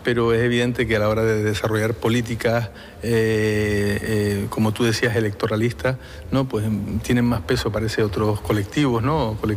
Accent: Canary Islands, Spain; yo creo que es un orgullo, primero como canario y que se reconozca a Canarias

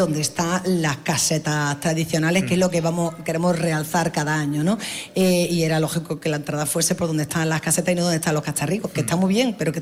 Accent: Almería, Andalusia, Spain; yo soy almeriense antes de ser alcaldesa, almeriense

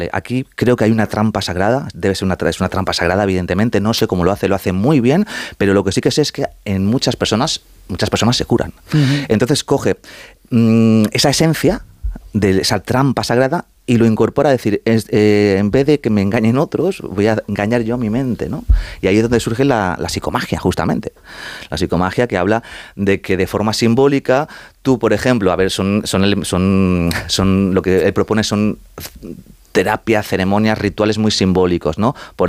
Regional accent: Madrid, Community of Madrid, Spain; te he dicho ya que soy madrileño

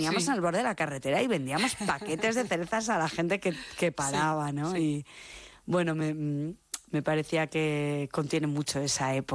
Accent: Spain; Esto viene también como de mi pueblo. Mi pueblo estaba entre medio de Zaragoza y Madrid, y entonces había mucho tráfico los domingos

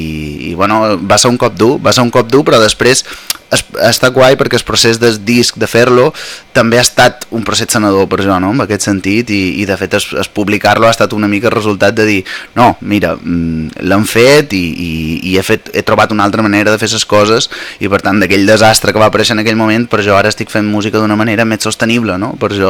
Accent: Mallorca, Balearic Islands, Spain; also born or lived in Lleida; ja fa més anys que estic a casa, a Mallorca

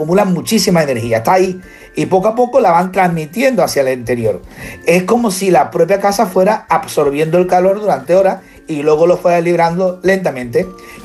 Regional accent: Seville, Andalusia, Spain

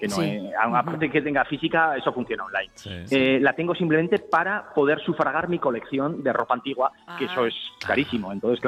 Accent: Sabiñánigo, Aragon, Spain; now in Valderrobres, Spain; No, yo soy de Sabiñánigo, de la provincia de Huesca, pero llevo allá aquí casi 26 años.

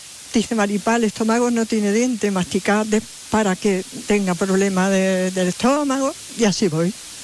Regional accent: Medina, Spain; born there; mi patrona de mi pueblo, de Medina.

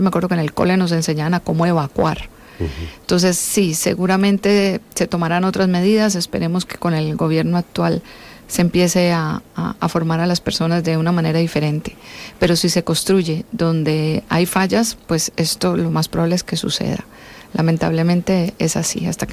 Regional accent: Colombia; now in Spain; nos hemos encontrado que somos colombianos que tenemos un orgullo patrio. ¿Qué tiene el colombiano? Que cuando pasa una tragedia nos juntamos

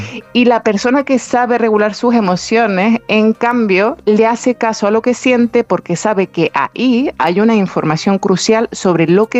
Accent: Canary Islands, Spain; accent: Canarian; que yo soy con mi canario me sale pozo

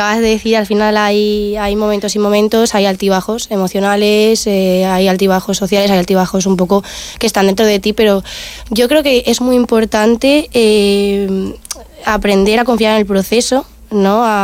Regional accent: Valencian Community, Spain; Yo soy valenciana y la terreta siempre la tengo bastante, bastante unida.

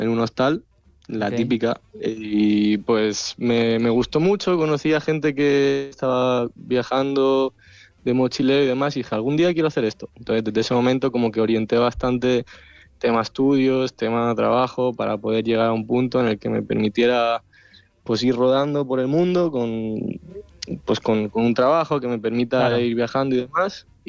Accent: Terrassa, Catalonia, Spain; Yo soy de Tarrasa.

